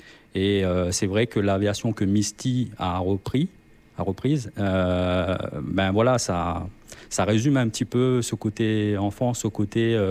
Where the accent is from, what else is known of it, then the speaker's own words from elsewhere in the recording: La Possession, Réunion; moved away as an adult; Moi, je viens de La Réunion. Je suis originaire de La Possession. Et je suis né à La Possession.